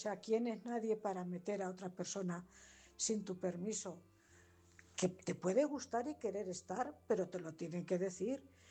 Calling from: Cuenca, Castilla-La Mancha, Spain; corresponsal de Cuenca.

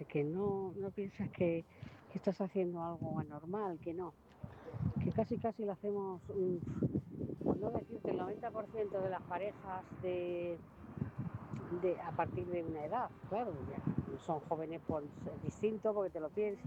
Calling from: Móstoles, Community of Madrid, Spain; Buenas noches, Maite … de Móstoles.

